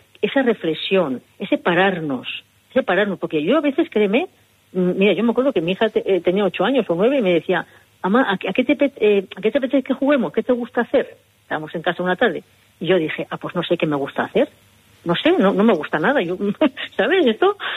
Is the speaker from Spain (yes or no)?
yes; San Sebastián, Basque Country, Spain; soy de Donosti.